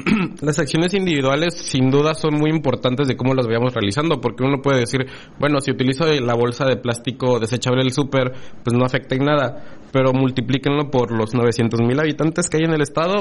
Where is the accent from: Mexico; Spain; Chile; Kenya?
Mexico; Campeche; somos de Campeche